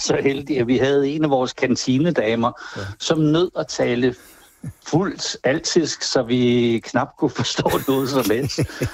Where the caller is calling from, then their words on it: Capital Region of Denmark, Denmark; Altså nu er jeg selv op fra Nordsjælland, så det er op fra Larsen Græsted området.